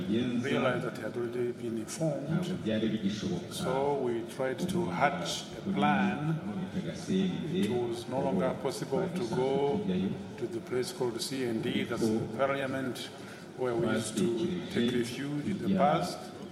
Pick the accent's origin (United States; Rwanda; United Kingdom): Rwanda; born there; I was born in Miboy, just down here in the village called Rezamenyo. That's where I'm living today